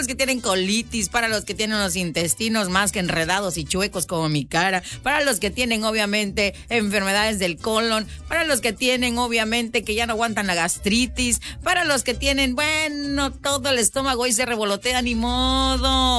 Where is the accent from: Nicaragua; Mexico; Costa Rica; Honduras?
Mexico; El chiste es que somos mexicanos.